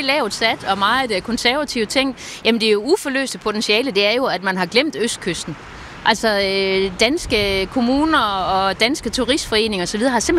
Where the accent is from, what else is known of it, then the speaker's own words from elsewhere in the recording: Vejle, Region of Southern Denmark, Denmark; Jamen, jeg er selv fra Vejle A, som vi siger i Vejle. Vejle A. Jeg kommer ned fra et område, et trekantsområde